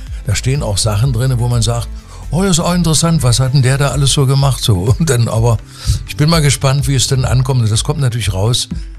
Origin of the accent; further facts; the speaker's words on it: Magdeburg, Saxony-Anhalt, Germany; born there; von der Zeit, meinem Geburtsort Magdeburg, über die ganze Zeit, über den Sport, über die Schule, über die Musik, Musikstudium und mit allem bis zur heutigen Zeit.